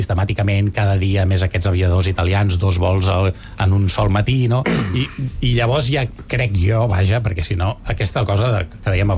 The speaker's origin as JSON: {"language": "Catalan", "town": "Granollers", "region": "Catalonia", "country": "Spain", "said": "Clar, és directa. Jo sóc de Granollers."}